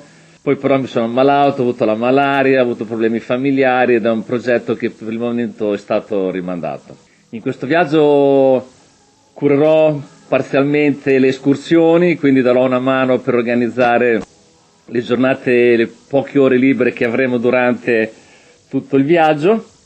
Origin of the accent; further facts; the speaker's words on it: Forlì, Emilia-Romagna, Italy; accent: Romagnolo; sono di Forlì, dalla bella Romagna, come credo che si senta dall'accento